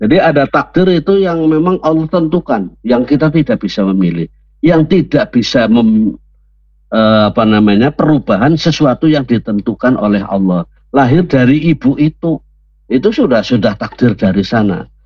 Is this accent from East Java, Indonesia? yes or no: no; Purwokerto, Central Java, Indonesia; born there; Kita lahir di Purwokerto, ini takdir yang tidak bisa memilih.